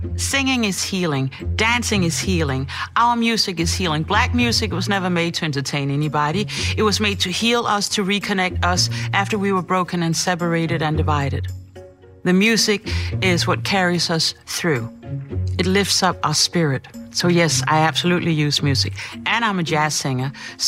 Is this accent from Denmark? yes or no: yes; Copenhagen, Capital Region of Denmark, Denmark; now in New Orleans, United States; I'm Afropean, born and raised in Copenhagen, Denmark.